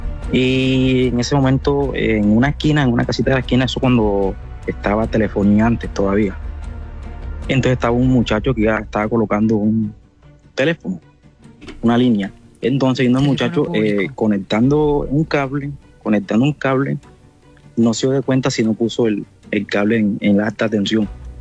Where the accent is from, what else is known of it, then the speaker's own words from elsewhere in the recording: Puerto Escondido, Oaxaca, Mexico; now in Argentina; soy de Puerto Escondido, pero más que estoy acá en Argentina.